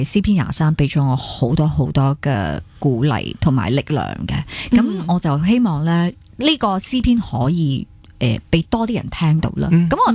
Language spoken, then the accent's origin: Chinese; Penang, Malaysia; 因为我自己就是来自那个地方的嘛，那这首歌好玩的地方呢，就是我们将槟城的这个